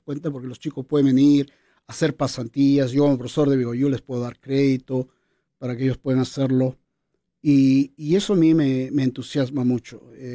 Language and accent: Spanish; Peru; now in Utah, United States; estoy en Salamanca por el trabajo, pero sí, la próxima vez participo, si yo tengo contactos como peruano